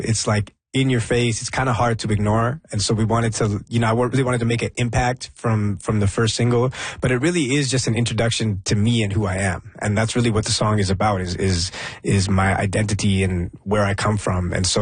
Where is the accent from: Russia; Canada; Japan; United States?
Canada; born there